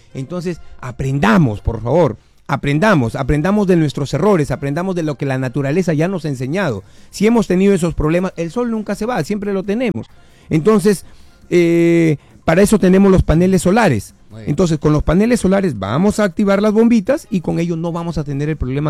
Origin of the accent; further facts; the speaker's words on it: Piura, Peru; Soy un piurano de pura cepa, nací y crecí en el asentamiento humano Pachitea